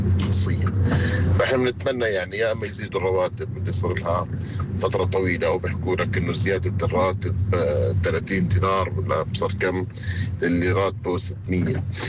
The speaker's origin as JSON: {"language": "Arabic", "country": "Jordan", "said": "يعني للأسف الحياة عندنا في الأردن هون، يعني إحنا عايشين جو الخليج، رواتب أفريقيا"}